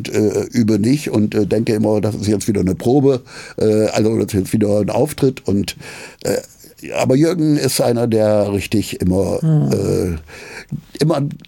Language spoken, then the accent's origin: German; Osnabrück, Lower Saxony, Germany; now in Berlin, Germany; Also ich bin 72 nach West-Berlin gekommen. 72, ja. Das heißt, ich bin länger Berliner als die meisten Berliner, die hier heutzutage leben. Aber ich bin halt dadurch kein Ur-Berliner. Ich komme ursprünglich aus Osnabrück.